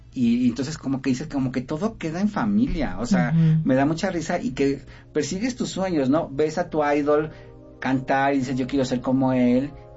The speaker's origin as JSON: {"language": "Spanish", "region": "Michoacán", "country": "Mexico", "moved": "yes", "said": "Yo, por favor, también cuando llegué de Michoacán con dos trenzas largas llenas de listones que nadie creía en mí."}